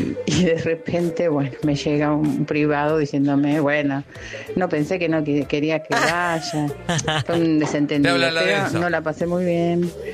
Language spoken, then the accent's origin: Spanish; Avellaneda, Buenos Aires Province, Argentina